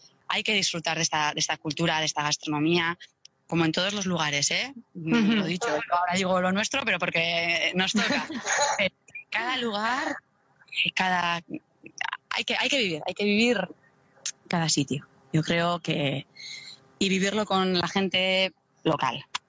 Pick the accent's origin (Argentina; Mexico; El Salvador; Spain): Spain; Deba, Basque Country; born there; Sí, porque sí, la familia es yo nací en Deva y casi todo el tiempo lo estoy en Zumaya.